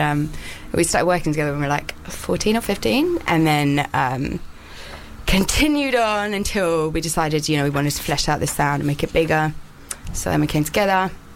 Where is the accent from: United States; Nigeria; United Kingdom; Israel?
United Kingdom; London; we all live very close together. Like, we're all from Hackney